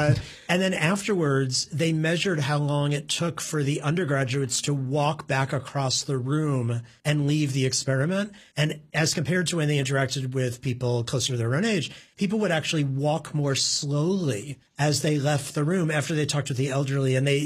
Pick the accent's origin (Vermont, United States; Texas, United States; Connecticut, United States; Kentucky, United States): Connecticut, United States; New Haven; And I was like, yeah, I'm kind of from New Haven, but, you know, you kind of hid that a little bit because...